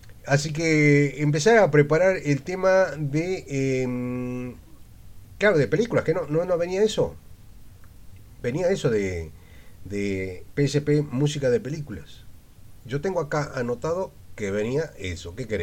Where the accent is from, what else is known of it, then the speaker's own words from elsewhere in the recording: Argentina; somos argentinos